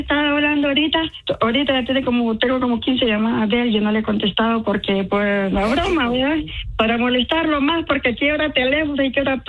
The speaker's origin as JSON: {"language": "Spanish", "country": "Honduras", "said": "Soy hondureña, pero soy mujer de un solo hombre, no me gusta eso."}